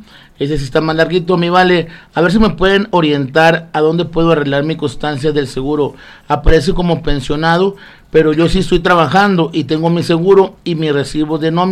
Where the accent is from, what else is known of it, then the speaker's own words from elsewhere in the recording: Chihuahua, Mexico; allá por donde yo nací, donde me crié, mi compa el Robert también, allá en la campesina, Alfredo Chávez, esos barrios de bajo mundo